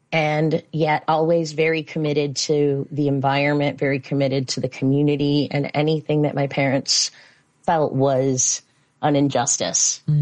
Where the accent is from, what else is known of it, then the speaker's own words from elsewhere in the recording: Ottawa, Illinois, United States; I was born and raised in Ottawa, Illinois, which is in LaSalle County.